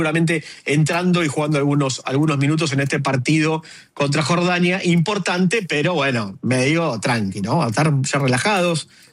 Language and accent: Spanish; Argentina